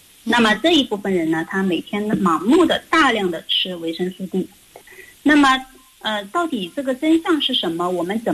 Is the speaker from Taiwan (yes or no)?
no; China; 我们中国人呢对白皮肤呢是喜欢了几千年